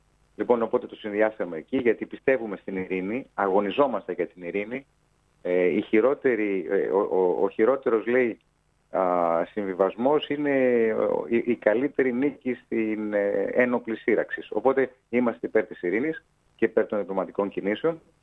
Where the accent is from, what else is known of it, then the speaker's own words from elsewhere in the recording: Samos, North Aegean, Greece; Εγώ πάνω απ' όλα είμαι Σαμιώτης